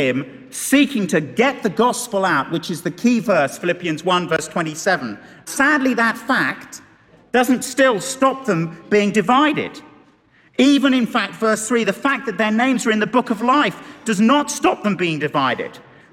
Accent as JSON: {"language": "English", "country": "United Kingdom", "said": "particularly if we're British"}